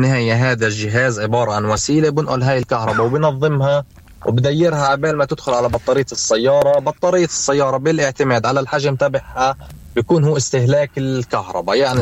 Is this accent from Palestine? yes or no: yes; West Bank, Palestine; عندنا في الضفة